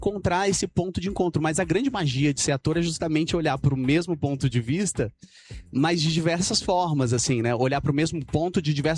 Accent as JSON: {"language": "Portuguese", "town": "Samambaia", "region": "Federal District", "country": "Brazil", "said": "Olha, eu saí da periferia de Brasília, sou da Quebrada, né?"}